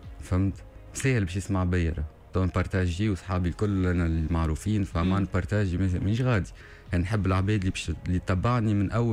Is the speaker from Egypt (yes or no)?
no; Tunisia; حياتي الكل هنا في تونس وما نخرجش